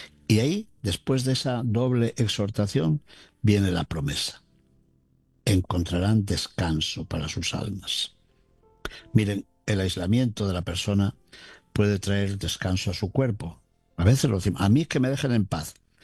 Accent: León, Castile and León, Spain; Esto lo he visto en mi tierra, en el camino que conduce de la ciudad de León al seminario menor.

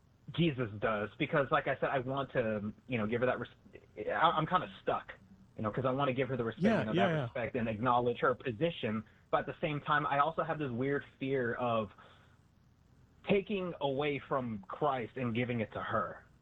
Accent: Texas, United States; growing up in Southern Texas, like there's predominantly Hispanic demographic, and you see images of, you know, Lady Guadalupe everywhere. And, you know, growing Southern Baptist

